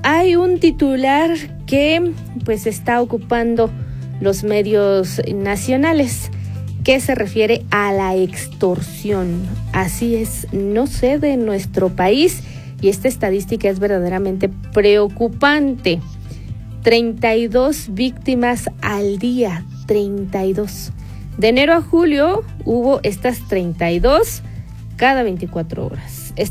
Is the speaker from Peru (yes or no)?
no; Mexico; y si de por sí, como mexicanos, a todo le buscamos y a todo le encontramos.